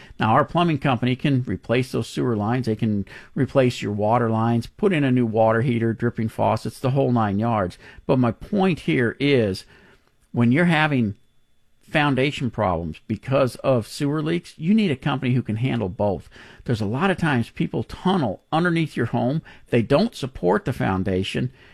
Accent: Texas, United States; also born or lived in Minnesota, United States; And yes, I am from Minnesota originally. I went from Minnesota, started the fourth grade in Florida, started the ninth grade in school here in Texas. And, you know, really, Texas is where I grew up

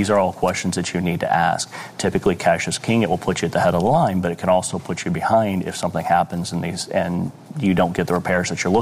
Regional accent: Midwest, United States; now in Florida, United States; I'm from the Midwest originally, but you see so much fraud down here

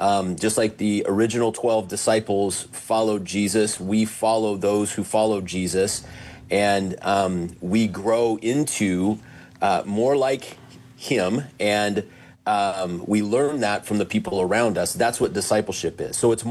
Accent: Oregon, United States; also born or lived in Washington / California / Idaho / Nevada; now in Sioux Falls, United States; I grew up in the Northwest, in Oregon and Washington. Went to school up there. Went to seminary in the Bay Area in California.

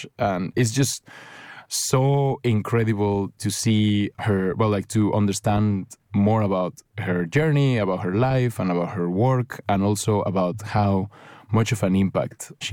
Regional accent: Mexico; moved away; Growing up in Mexico, you look up to Frida and her husband Diego as the references of art.

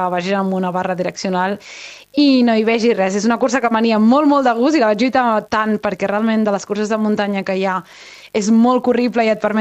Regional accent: Vilassar de Mar, Catalonia, Spain

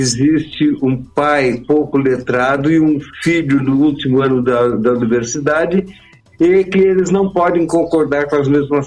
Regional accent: Porto Alegre, Rio Grande do Sul, Brazil; Na minha juventude, ainda em Porto Alegre, há mais de 50 anos atrás, eu frequentava uma barbearia em que acontecia isso.

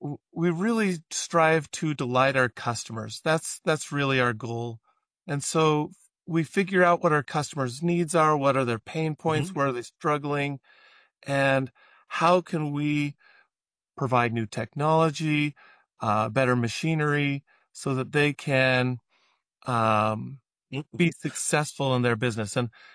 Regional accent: United States; As an American

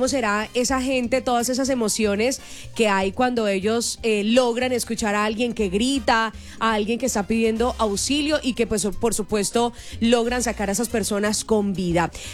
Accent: Colombia; nosotros como colombianos somos muy berracos

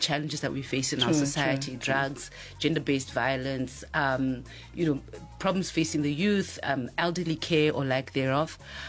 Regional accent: Botswana; now in South Africa; I actually haven't had a township experience growing up in Botswana and then coming back to South Africa.

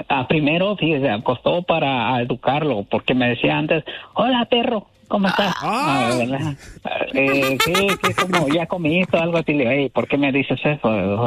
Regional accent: Honduras; Como las hondureñas, así somos, hablamos, sí

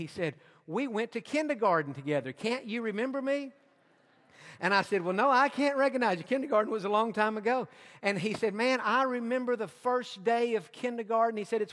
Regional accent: Tennessee, United States; moved away; also born or lived in Georgia; I was born in Georgia, but my childhood years were spent in East Tennessee. And so my first memories in life are in those Smoky Mountains

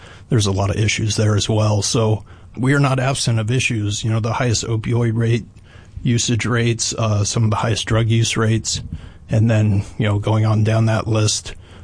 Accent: California, United States; So I was born and raised in Yuba County, did a lot of work for many years, actually ran a business throughout Butte, Yuba, and Sutter counties

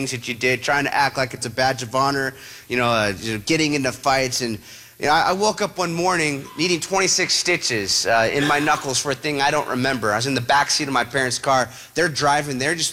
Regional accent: Huntington Beach, California, United States; I think we stashed the other one in my dad's garage in my hometown. So I get stitched up by the dock in Coronado, San Diego, and I go, I'm going to go back and go drink that other keg of beer. So I make my way back to Huntington.

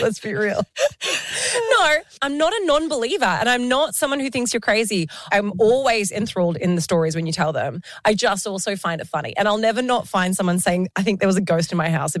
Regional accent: Wollongong, New South Wales, Australia; I don't think anyone cares. I say ratten. Yeah, because I'm from Wollongong.

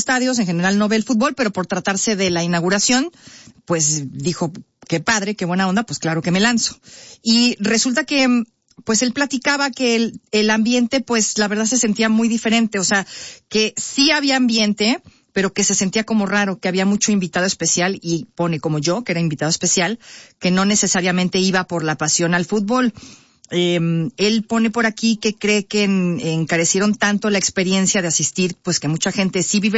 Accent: Mexico; no di el ancho como aficionado al fútbol, lo di como mexicano. Se me hizo un nudo en la garganta durante el himno nacional, me emocioné al ver nuestra bandera

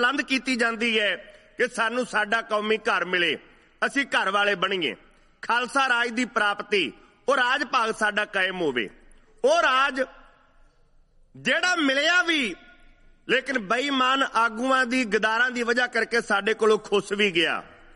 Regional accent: Punjab, India; now in Canada; ਉੱਥੇ ਇਹ ਧਰਤੀ ਕੈਨੇਡਾ ਦੀ, ਜਿੱਥੇ ਆਪਣੀ ਉਪਜੀਵਿਕਾ ਆਪਣੇ ਪਰਿਵਾਰ ਦੀ ਪਾਲਣਾ ਪੋਸ਼ਣਾ ਕਰਨ ਵਾਸਤੇ ਅਸੀਂ ਪੰਜਾਬ ਤੋਂ ਚੱਲ ਕੇ ਆਏ ਹਾਂ

